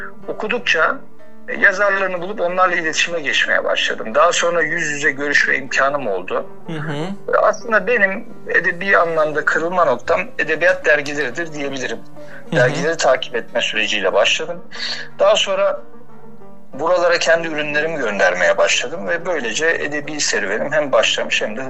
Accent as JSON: {"language": "Turkish", "town": "Kavakbıçkı", "region": "Düzce", "country": "Turkey", "tie": "born there", "said": "Düzce'nin Kavakbıçkı köyünde dünyaya geldim ben."}